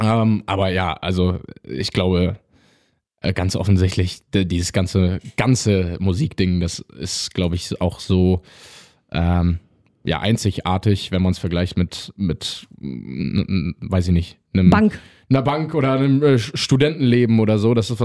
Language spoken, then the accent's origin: German; Trier, Rhineland-Palatinate, Germany; Ich bin ja aus Trier.